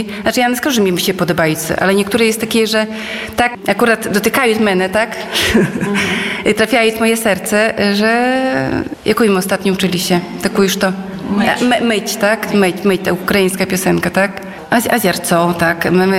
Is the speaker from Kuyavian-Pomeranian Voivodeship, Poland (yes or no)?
no; Łosinka, Podlaskie Voivodeship, Poland; now in Hajnówka, Poland; No, ja na przykład dojeżdżaję z Hajnówki, ale pochodzę z Łosinki i też jakby, no, związana no, sercem z Łosinki, tak, bo tutaj wychowała się, tutaj chodziła do szkoły